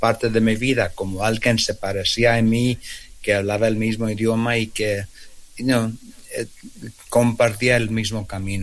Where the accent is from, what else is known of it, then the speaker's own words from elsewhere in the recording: Mexico; now in United States; Sí, pues muchos de nosotros somos migrantes. Llegamos de México, de otros países, y este país no siempre nos ha valorizado